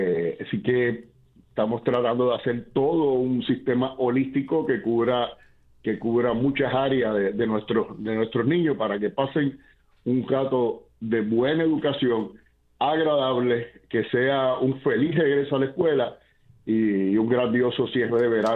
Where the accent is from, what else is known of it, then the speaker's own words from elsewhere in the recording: Puerto Rico; cosas que debemos hacer como puertorriqueños